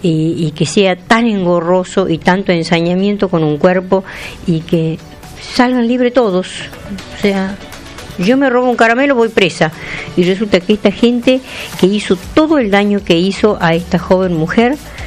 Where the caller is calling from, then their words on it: Tucumán, Argentina; muy lamentada yo como tucumana de que la justicia de Tucumán no esté funcionando como tiene que funcionar.